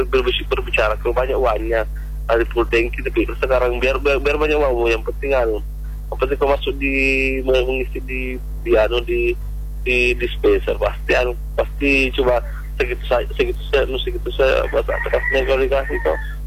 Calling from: Bone, South Sulawesi, Indonesia

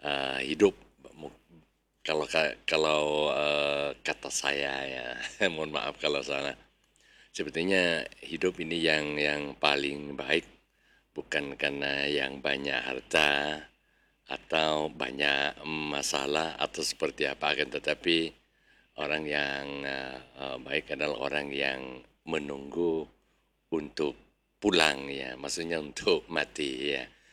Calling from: Bluto, East Java, Indonesia; Pokoknya sampaikan dah salam saya dari Bluto, ya. Dari Bluto, adalah salam.

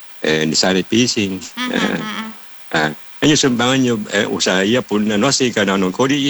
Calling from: Makassar, South Sulawesi, Indonesia; Walaupun saya ini orang Makassar

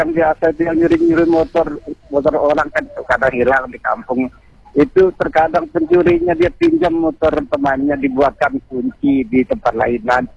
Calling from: East Lombok, West Nusa Tenggara, Indonesia; ini di Lengas Baru, Lombok Timur.

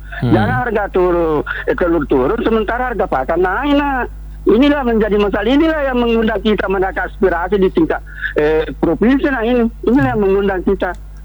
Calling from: South Sulawesi, Indonesia; Mentan itu kan orang kita-kita juga, orang Sulawesi Selatan

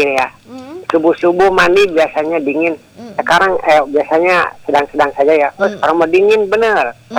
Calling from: Java, Indonesia; Walaupun aku orang Jawa tetap bisa Sunda.

